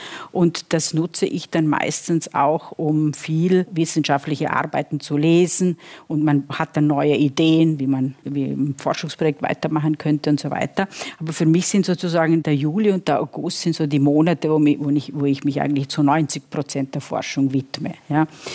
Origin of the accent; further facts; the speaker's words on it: Italy; moved away; Also ich selber bin ja auch Italienerin